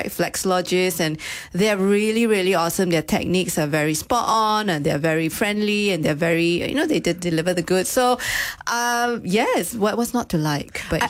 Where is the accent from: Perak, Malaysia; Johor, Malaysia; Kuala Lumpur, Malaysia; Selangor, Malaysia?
Selangor, Malaysia; Petaling Jaya; growing up in Petaling Jaya